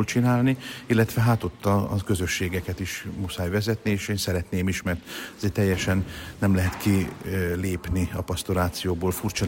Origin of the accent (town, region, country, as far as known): Šamorín, Trnava Region, Slovakia; born or raised there; also born or lived in Vojka nad Dunajom